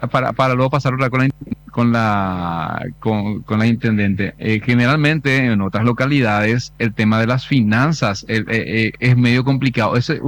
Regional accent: Capiatá, Central, Paraguay; Yo soy del municipio de Capiatá

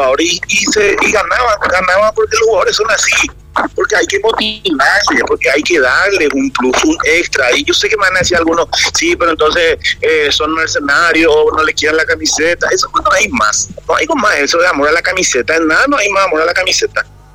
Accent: Ceballos, Paraguay; born there; mi papá sí es de Luque, nació en Luque, vino a Ceballos a trabajar en la Lievi, seguramente por esas circunstancias yo nací en Ceballos

